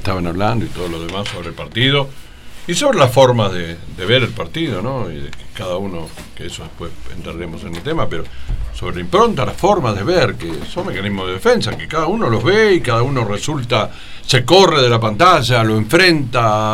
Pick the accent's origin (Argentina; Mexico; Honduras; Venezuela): Argentina; somos argentinos